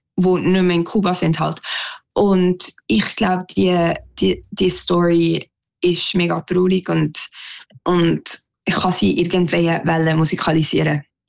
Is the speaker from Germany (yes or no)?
no; Switzerland; Ja, weil ich bin halt Schweizerin, aber auch halb Kubanerin.